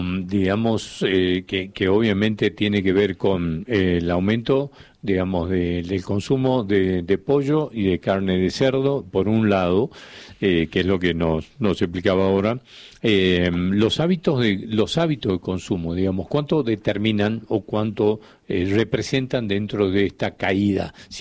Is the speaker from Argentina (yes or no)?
yes; Argentina